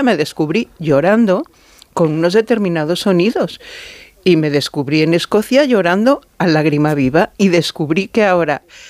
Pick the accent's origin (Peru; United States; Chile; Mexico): Mexico; Yo crecí en México, en el centro asturiano